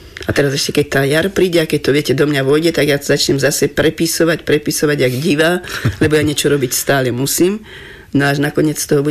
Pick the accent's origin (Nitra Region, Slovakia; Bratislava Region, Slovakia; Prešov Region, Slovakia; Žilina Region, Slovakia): Prešov Region, Slovakia; Okružná; moved away; estrady, ktorú som ja robila ešte u nás v Okružnej